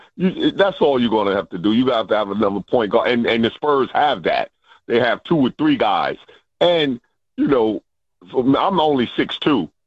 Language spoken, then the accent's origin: English; New York, United States; But I'm a New Yorker. Mm-hmm. I'm a New Yorker, so I'm going with the Knicks this series.